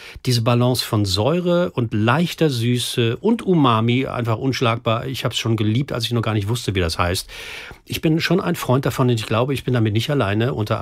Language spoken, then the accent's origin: German; North Rhine-Westphalia, Germany; Ich bin ein Kind des Reviers, werde ich ja nicht müde zu erzählen.